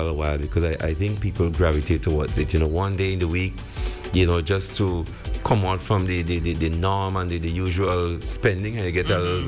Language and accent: English; Trinidad & Tobago; growing up in Trinidad